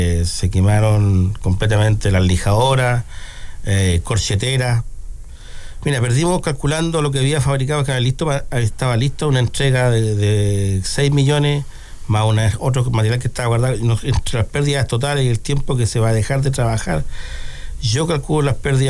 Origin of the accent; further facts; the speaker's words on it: Curanilahue, Biobío, Chile; Yo soy de Curanilagüe, bueno, de tomo y lomo. Me encanta mi pueblo. Yo creo que voy a morir aquí.